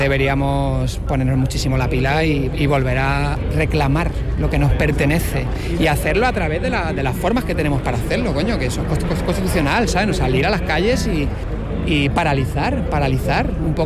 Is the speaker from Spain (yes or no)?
yes; Rivas-Vaciamadrid, Community of Madrid, Spain; Claro, yo soy de Rivas. Rivas hace 40 años era un descampado.